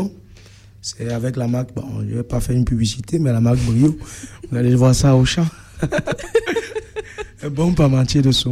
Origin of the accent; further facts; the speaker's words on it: Cameroon; moved away as an adult; now in France; je suis français et je ne sais pas mes origines camerounaises, d'ailleurs. Donc, je suis à cheval entre les deux et je suis citoyen du monde.